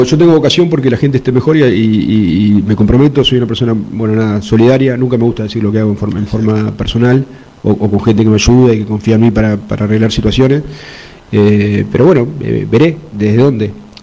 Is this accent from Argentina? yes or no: yes; Bahía Blanca, Buenos Aires Province, Argentina; born there; Vivo a 5 cuadras donde nací. Nací el 25 de mayo del 200, ahora vivo en Villarino el 600.